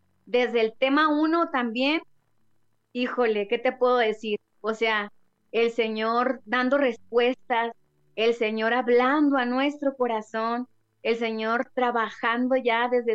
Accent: Ciudad Juárez, Chihuahua, Mexico; venimos siete representantes de Sonora, que es nuestra coordinadora nacional, de León, de Puebla, de Veracruz, de Casas Grandes, de Ciudad Juárez, que vengo yo, y el otro chico se me olvida.

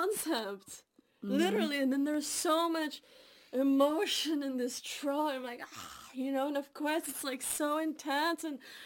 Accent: Canada; for me, this mixture of growing up in Canada

